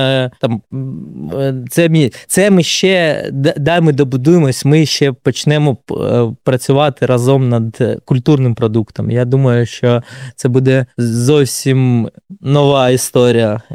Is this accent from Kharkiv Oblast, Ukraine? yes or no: yes; Kharkiv, Kharkiv Oblast, Ukraine; я з Харкова